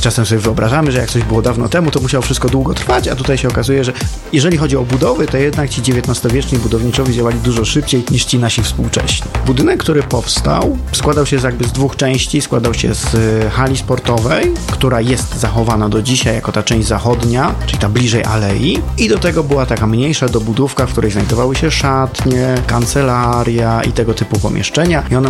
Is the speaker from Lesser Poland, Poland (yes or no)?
yes; Kraków, Lesser Poland, Poland; no aczkolwiek właśnie my z Krakowa go znamy przede wszystkim z kamienic.